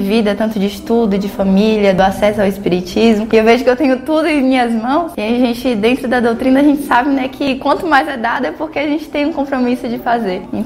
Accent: Itabuna, Bahia, Brazil; moved away; lá de Itabuna, da minha terra

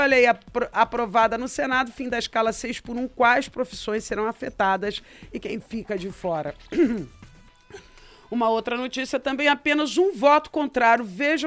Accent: Santos, São Paulo, Brazil; born there; now in Arraial do Cabo, Brazil; Eu nasci em Santos

